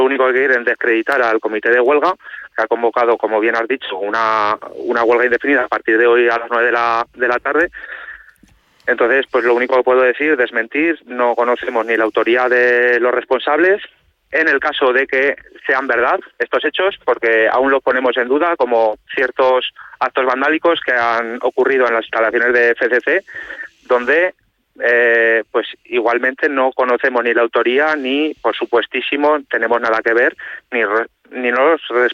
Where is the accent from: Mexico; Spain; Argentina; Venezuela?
Spain; Zaragoza, Aragon; yo que soy zaragozano, sí, y pues transito Zaragoza